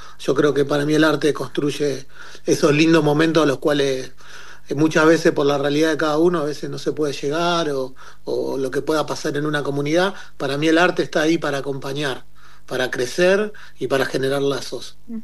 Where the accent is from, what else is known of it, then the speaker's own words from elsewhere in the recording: La Plata, Buenos Aires Province, Argentina; Yo, bueno, soy de acá, de la ciudad de La Plata, de la región de... Yo siempre me gusta presentarme como de la región del Río de la Plata. Yo soy rioplatense.